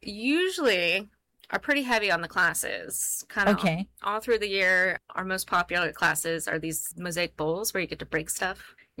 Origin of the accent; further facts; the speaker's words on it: Baldwin, Pennsylvania, United States; Where I grew up was in Baldwin, South Hills.